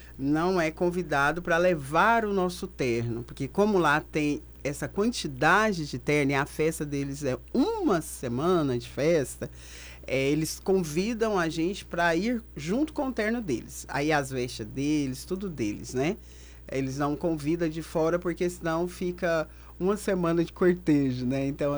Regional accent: Goiás, Brazil; now in Itumbiara, Brazil; porque nós somos goiano, né? A gente faz parte do Goiás.

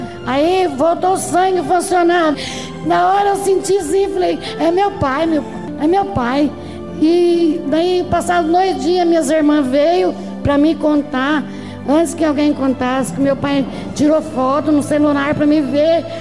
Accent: Guaraci, Brazil; Eu sou de Guaraci

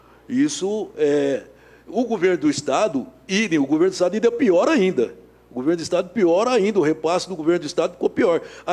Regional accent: Brazil; born or raised there

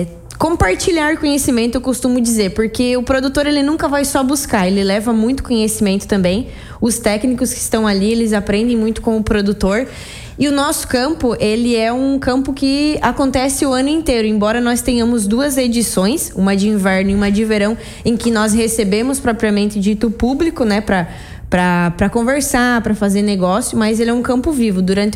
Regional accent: Santa Catarina, Brazil; moved away as an adult; also born or lived in São Francisco de Paula; eu sou natural do oeste de Santa Catarina.

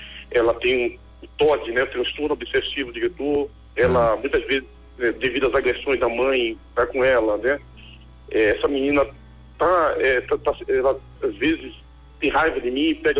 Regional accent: Recife, Pernambuco, Brazil; now in Brasília, Brazil; minha mãe é de Recife, eu sou de Recife também, mas estou em Brasília, tá, nesse momento, né?

